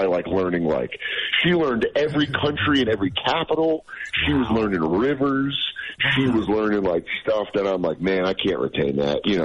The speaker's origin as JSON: {"language": "English", "region": "Colorado", "country": "United States", "said": "It's like, I'm from Colorado, so I thought it was just for hiking and eating trail mix."}